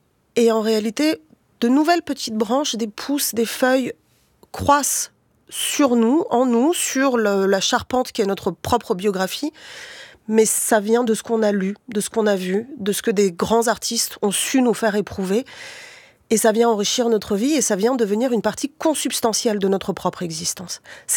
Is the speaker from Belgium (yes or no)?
no; Paris, Île-de-France, France; tu viens d'où ? Bon, bah, je viens d'un certain quartier de Paris.